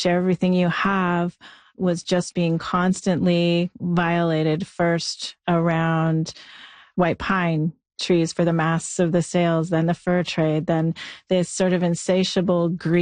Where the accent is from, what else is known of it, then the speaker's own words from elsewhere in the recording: Ontario, Canada; So I come from Treaty 20, also the Williams Treaty areas.